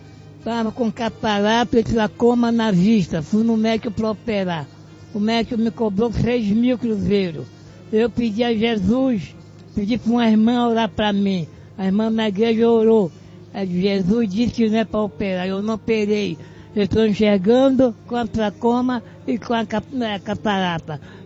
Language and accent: Portuguese; Porto Alegre, Rio Grande do Sul, Brazil; Porto Alegre.